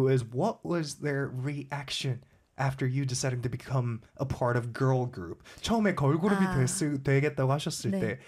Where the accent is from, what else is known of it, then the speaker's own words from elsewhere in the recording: Daejeon, South Korea; so I thought that place was especially beautiful because of its stability and peace, and it resembles my hometown, which is 대전.